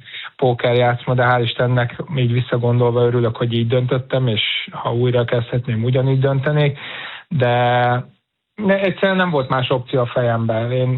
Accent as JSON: {"language": "Hungarian", "region": "Budapest", "country": "Hungary", "tie": "born or raised there", "said": "amikor tényleg az MTK pályán, a Csömri úton, amit felnőttem"}